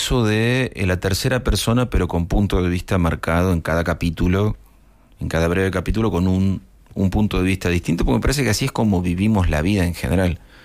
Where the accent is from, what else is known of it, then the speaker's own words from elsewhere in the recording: Argentina; Las Malvinas están en todos lados en mi país.